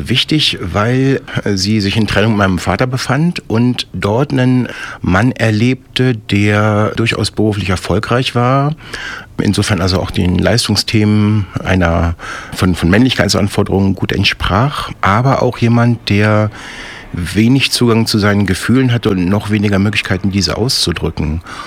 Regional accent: Hannover, Lower Saxony, Germany; born there; also born or lived in Marburg / Berlin; Ich bin 1974 in Hannover geboren, habe Politikwissenschaften in Marburg und Berlin studiert

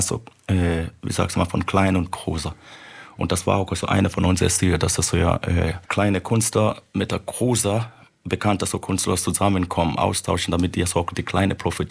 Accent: Chemnitz, Saxony, Germany; Wir kommen aus Chemnitz, Karl-Marx-Stadt.

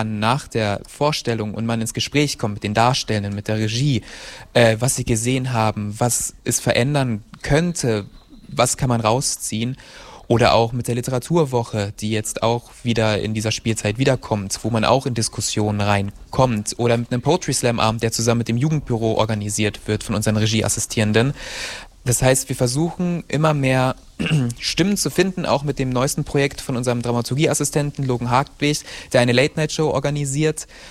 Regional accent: Braunschweig, Lower Saxony, Germany; also born or lived in Gifhorn; now in Eisleben, Germany; Ich bin in Niedersachsen geboren, in Braunschweig aufgewachsen, habe dann eine Zeit noch in Gifhorn gelebt

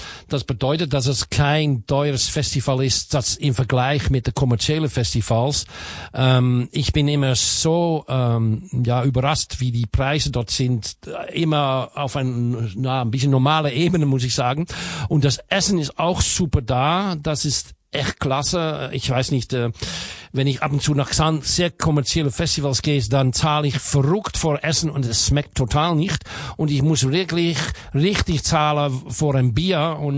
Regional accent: Switzerland; Und ich komme aus Neustelfort, Switzerland, das Kanton da.

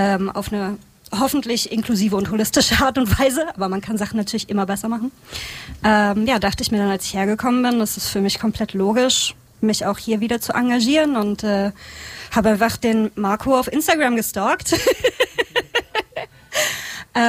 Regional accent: Saxony-Anhalt, Germany; moved away as an adult; also born or lived in Netherlands; Ich komme aber ursprünglich auch aus Sachsen-Anhalt, habe aber eigentlich mein gesamtes Erwachsenenleben im Ausland verbracht. Also ich war in den Niederlanden

